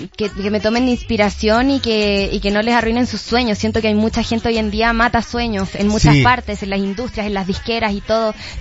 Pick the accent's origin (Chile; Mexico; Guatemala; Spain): Chile; Luego está hacer el Estadio Nacional de mi país, que eso es algo que quiero mucho lograr.